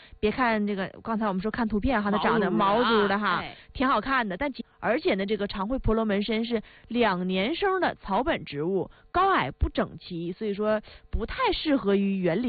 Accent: Northeast China, China; 尤其对我们东北人来说

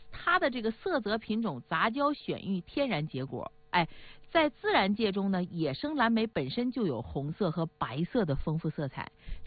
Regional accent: Northeast China, China; accent: Northeastern Mandarin; 也就是说用我们东北话说不皮实，

